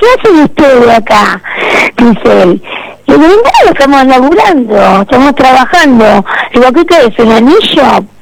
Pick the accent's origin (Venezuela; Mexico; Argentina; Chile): Argentina; Somos dos argentinas, mi jefa y yo la vendedora.